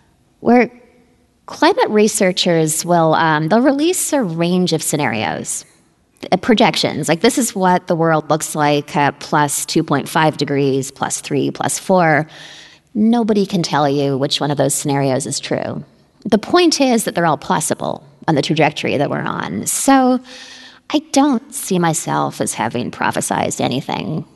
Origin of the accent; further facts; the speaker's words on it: Canada; I'm Canadian.